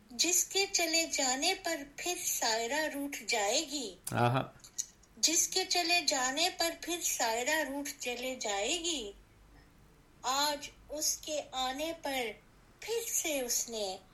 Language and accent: Hindi; Birmingham, West Midlands, United Kingdom; तो वैसे मैं बर्मिंगम से हूँ और हमारा बर्मिंगम का चैनल रेडियो एक्सेल, उस पर मैं रेगुलर आती हूँ एवरी सैटरडे।